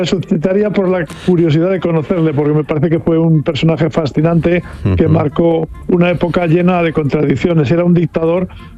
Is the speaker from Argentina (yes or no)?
no; Miranda de Ebro, Castile and León, Spain; muchos recuerdos de mi infancia en Miranda, cuando iba al Ebro con mis amigos a bañarme, los veranos, el fútbol en las campas, en las eras, como se decía en Miranda, esa época en la que tenía 10 o 12 años